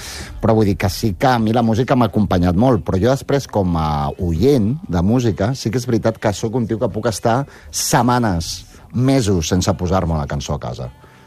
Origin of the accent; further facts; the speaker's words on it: Barcelona, Catalonia, Spain; born there; Jo vaig estudiar al Vall d'Hebron, a l'EGB, a l'EGB, al Pau Casals i al Bupi Cou, al Narcís Monturiol, i jo movia molt doncs, pel Vall d'Hebron i Horta.